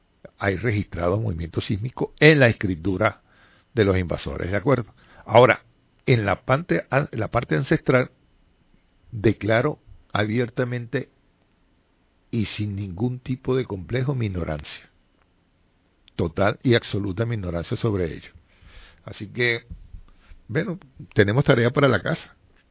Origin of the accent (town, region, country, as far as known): Venezuela